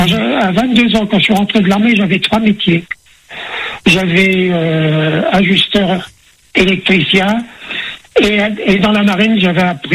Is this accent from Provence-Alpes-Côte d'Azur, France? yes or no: no; Amiens, Hauts-de-France, France; born there; also born or lived in Villers-Bretonneux; En décembre 42, je suis 49, on a quitté Villers-Bretonneux, on est allé habiter à Amiens. Donc, j'ai fait toutes mes études à Amiens